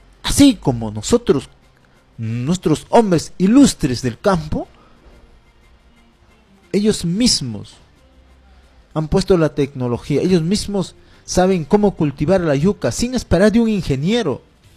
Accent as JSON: {"language": "Spanish", "country": "Peru", "said": "nosotros como peruanos"}